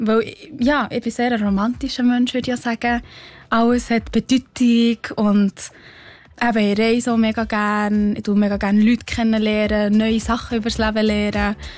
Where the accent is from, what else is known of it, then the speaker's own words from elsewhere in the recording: Switzerland; also born or lived in London; Also, dass ich mich als Schweizerin identifiziere, das konnte ich noch nie so klar sagen. Aber ich liebe einfach das Land, es ist so schön, vor allem die Berge, die Natur.